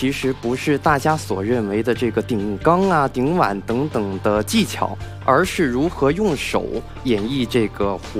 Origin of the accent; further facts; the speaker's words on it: Fujian, China; 我是福建人。